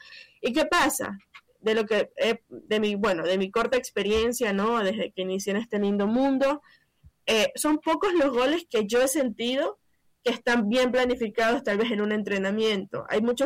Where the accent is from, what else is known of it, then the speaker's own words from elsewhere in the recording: Ecuador; no es un gol que estamos muy acostumbrados nosotros como ecuatorianos a ver